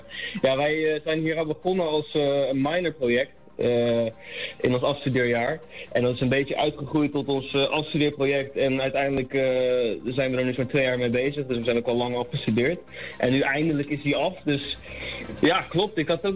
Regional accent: Leiden, South Holland, Netherlands; Nee, het is, ik kom zelf uit Leiden.

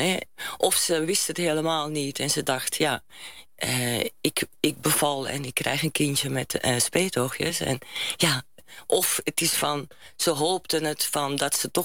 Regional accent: Belgium; Hè, dan had je op Belgische scholen, want ja, ik kom uit België eigenlijk. Dan heb je allemaal, ik was altijd het enige Chinese.

